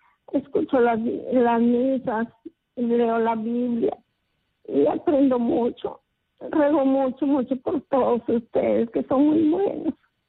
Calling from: Paita, Piura, Peru; El de Paita, hermanita.

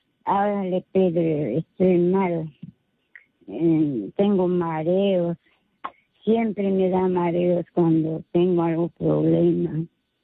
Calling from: Chorrillos, Lima, Peru; buenos días, llamo de Chorrillos.

